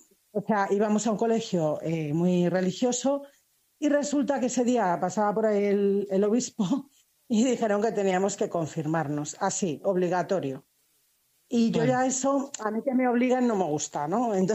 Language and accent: Spanish; Spain; born there; accent: Spanish; Pues mira, yo nací en una familia muy católica en España, como podéis ver por mi acento, en el año 64. Claro. Tengo 62 años. Soy la mayor de cuatro hermanos y mi familia todos muy católicos desde los ancestros